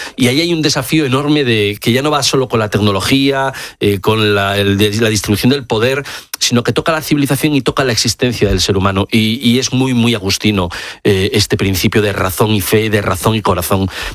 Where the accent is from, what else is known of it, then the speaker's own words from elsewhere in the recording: Spain; Nuestra identidad como españoles, sobre todo, viene de esas migraciones que han atravesado nuestro país.